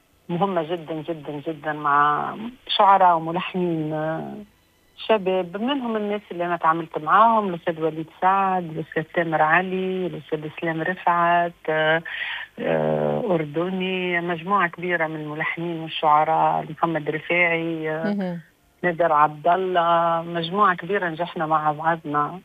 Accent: Tunisia; أنا بنت تونس، الأخ تونس مفتحة على كل الثقافات العالمية. أنا متربية في بلادي، فذاك علي شديتك التنوع ذاك وكبرت به معناتها.

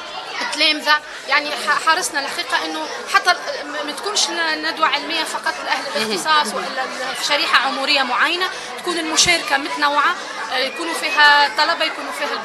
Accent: Tunisia; واللي عندنا في تونس الحقيقة في كل ما هو مناخ وبيئة عندنا مجتمع مدني فاعل

